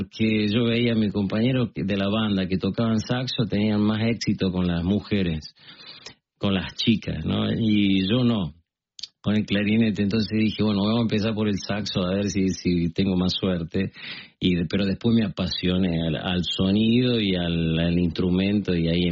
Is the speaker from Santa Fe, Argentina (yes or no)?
no; Córdoba, Argentina; moved away as an adult; also born or lived in United States / Italy; Nací en Córdoba